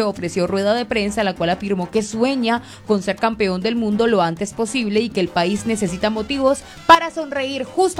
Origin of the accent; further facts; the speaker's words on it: Colombia; Para unirnos como colombianos, porque estamos netamente divididos.